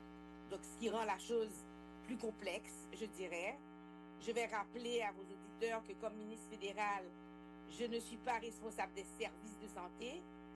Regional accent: Quebec, Canada; Parce que quand je suis arrivée comme ministre en tant que Québécoise

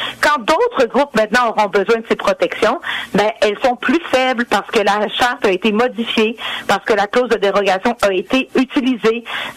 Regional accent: Quebec, Canada; ben alors on va pas remettre en question que je suis une Québécoise.

